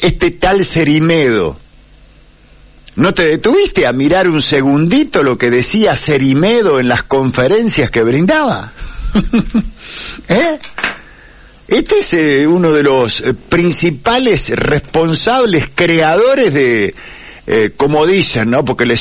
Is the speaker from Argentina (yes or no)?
yes; Argentina